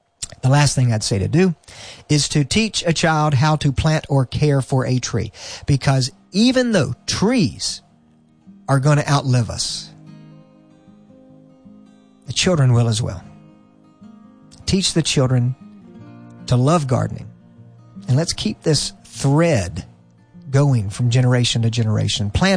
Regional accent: the South, United States; In my hometown, there's a little community. It's very old. It was started probably 100 years ago, kind of a mill town. You know, in the South, there's a lot of mill towns.

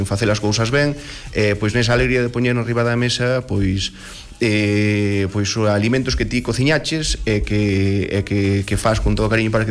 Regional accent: Palas de Rei, Galicia, Spain; eu que son da Ulloa, son de Palas

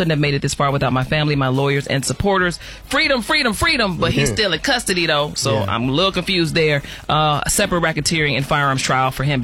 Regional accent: Chicago, Illinois, United States; You know what's great? I'm from Chicago, and I'm with Alton on this.

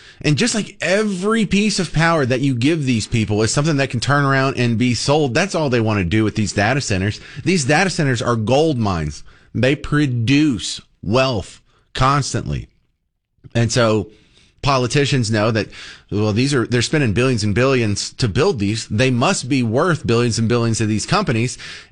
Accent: Texas, United States; First off, that's not East Texas values. I'm from East Texas. That's not my values. I'm from East Texas.

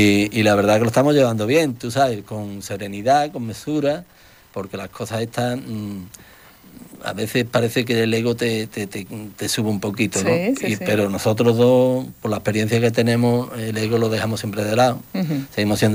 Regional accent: Morón de la Frontera, Andalusia, Spain; el nombre de Morón lo llevamos por delante, porque somos de Morón.

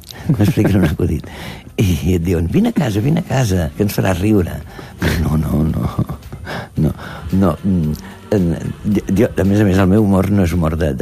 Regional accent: Catalonia, Spain; jo sóc català

